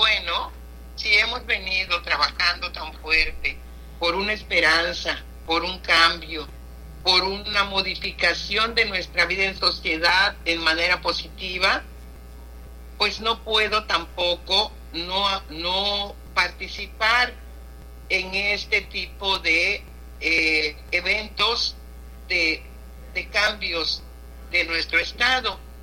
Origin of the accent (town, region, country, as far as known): Guerrero, Mexico